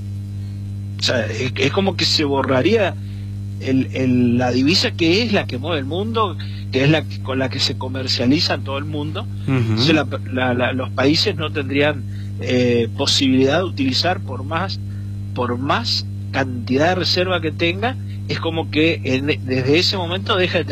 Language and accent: Spanish; Argentina